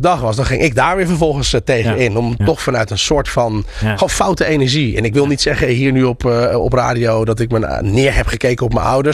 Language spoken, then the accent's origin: Dutch; North Holland, Netherlands; born there; also born or lived in Zaandam; ik ben geboren in Ossaan. Ik ging in Zaandam naar de binnenbare school.